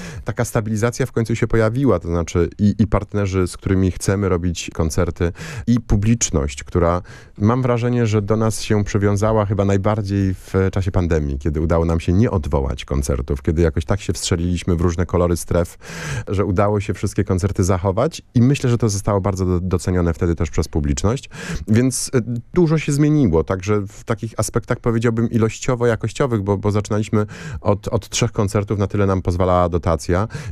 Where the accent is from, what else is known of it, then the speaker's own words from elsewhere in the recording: Zielona Góra, Lubusz Voivodeship, Poland; Ja osobiście pochodzę z Zielonej Góry, uwielbiam to miasto